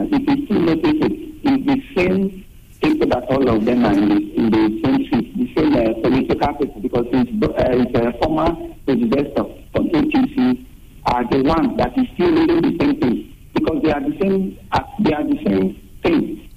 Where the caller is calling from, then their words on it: Asaba, Delta, Nigeria; I'm calling from Asaba.